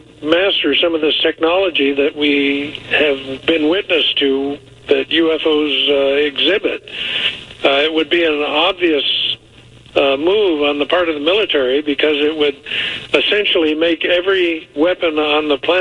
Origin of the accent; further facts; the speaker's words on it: Missouri, United States; born there; I was born in Missouri almost 72 years ago